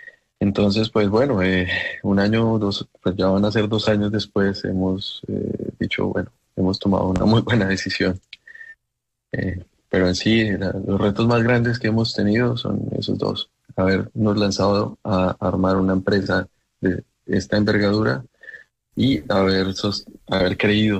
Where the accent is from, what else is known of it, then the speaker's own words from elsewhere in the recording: Colombia; now in Germany; Me gusta porque nosotros también somos así. Nosotros somos guerreros, el colombiano